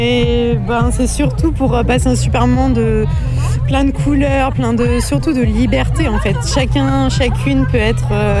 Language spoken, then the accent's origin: French; Bussière-Galant, Nouvelle-Aquitaine, France; Je viens de Bussière-Galant.